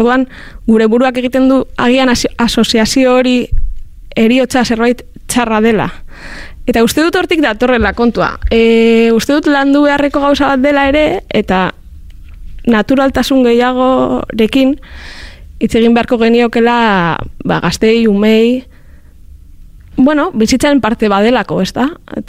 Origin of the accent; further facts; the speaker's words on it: Bilbao, Basque Country, Spain; now in Zornotza, Spain; Bueno, ni bilbotarra naiz berez, Zornotzan bizi naiz orain, eta 1985 urtean jaio nintzen